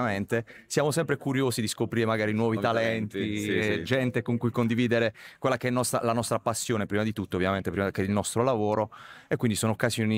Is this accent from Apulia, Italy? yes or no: yes; Bari, Apulia, Italy; Noi veniamo da Bari